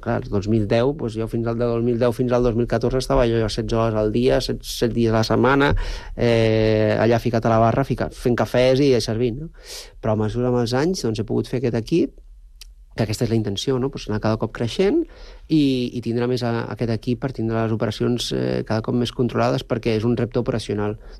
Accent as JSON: {"language": "Catalan", "town": "Manresa", "region": "Catalonia", "country": "Spain", "said": "Jo sóc d'una ciutat mitjana, jo he nascut a Manresa"}